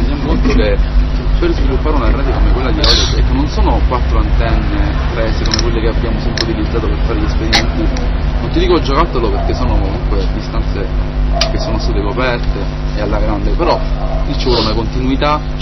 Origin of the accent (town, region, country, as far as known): Sicily, Italy